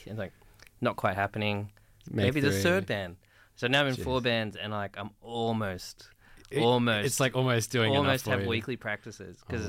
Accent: Sydney, New South Wales, Australia; I grew up in Liverpool

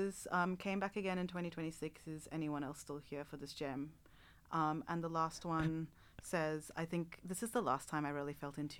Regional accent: Poland; I'm from Poland, someone else from England or Russia, but we all, thanks to this sound, are now at 2000-something.

